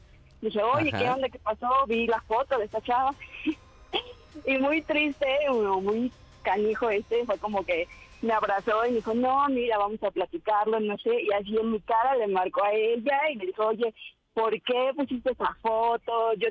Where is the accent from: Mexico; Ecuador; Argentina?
Mexico; Mexico City; Tengo 32 años de aquí, de la Ciudad de México.